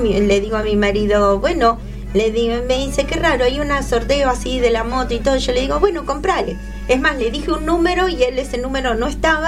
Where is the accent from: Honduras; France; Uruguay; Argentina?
Argentina; Monte Grande, Buenos Aires Province; Nosotros somos de Monte Grande, mi marido es albañil, que es el que eligió el número.